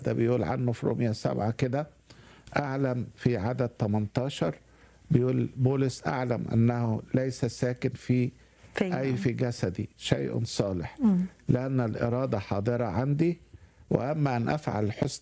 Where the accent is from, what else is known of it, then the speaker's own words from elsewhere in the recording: Asyut, Asyut Governorate, Egypt; born there; now in Alexandria, Egypt; انا اتولدت في اسيوط وبعدين ربنا رقاني وانت في اسكندريه.